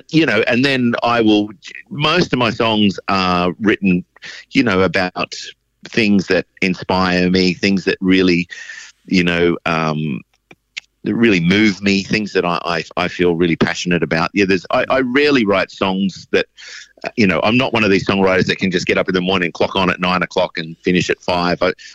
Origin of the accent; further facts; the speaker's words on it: Wagga Wagga, New South Wales, Australia; I'm from Wagga. That's my hometown. I grew up in that beautiful city.